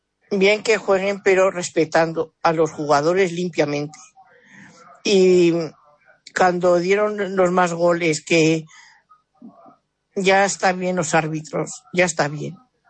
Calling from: Ourense, Galicia, Spain; de Ourense

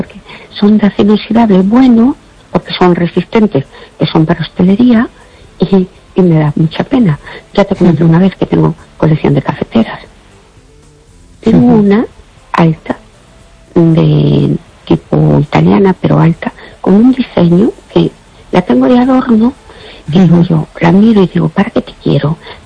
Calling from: Fene, Galicia, Spain

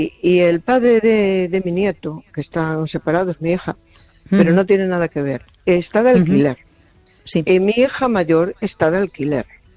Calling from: A Coruña, Galicia, Spain; de La Coruña.

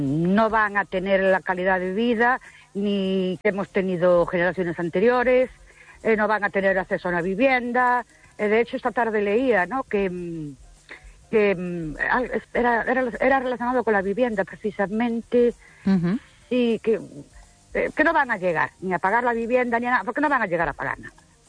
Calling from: Ourense, Galicia, Spain; Buenas noches … de Ourense.

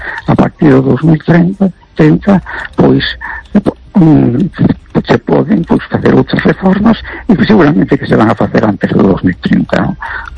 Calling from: A Coruña, Galicia, Spain; de La Coruña.

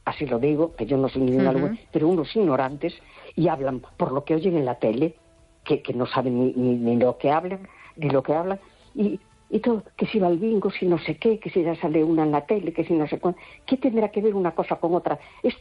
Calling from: A Coruña, Galicia, Spain; Hola, buenas noches. … de La Coruña.

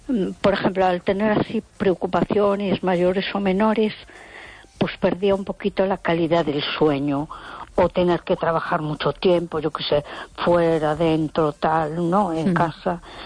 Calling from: A Coruña, Galicia, Spain; de Coruña.

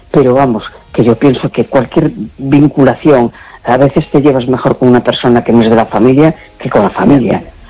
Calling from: A Coruña, Galicia, Spain; Hola, buenas noches … de La Coruña.

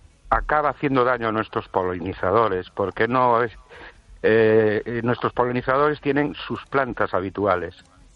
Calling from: Ourense, Galicia, Spain; de Ourense.

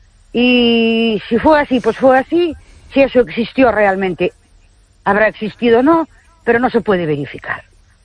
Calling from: Ourense, Galicia, Spain; de Ourense.

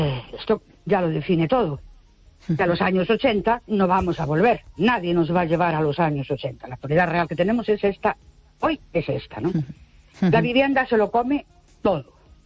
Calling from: Ourense, Galicia, Spain; Buenas noches … de Ourense.

